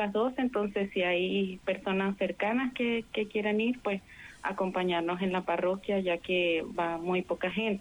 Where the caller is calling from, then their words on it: Santiago, Santiago Metropolitan Region, Chile; Desde Estación Central